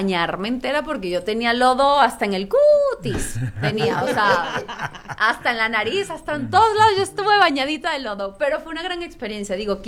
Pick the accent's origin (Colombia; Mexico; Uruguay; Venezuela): Venezuela; moved away as an adult; now in Miami, United States; ya la situación en mi país, Venezuela, empezó a ponerse muy fea.